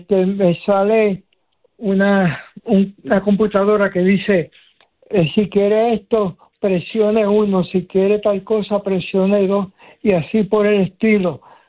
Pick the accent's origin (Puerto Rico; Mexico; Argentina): Puerto Rico; Mayagüez; born there; Yo nací en 1952 en Mayagüez.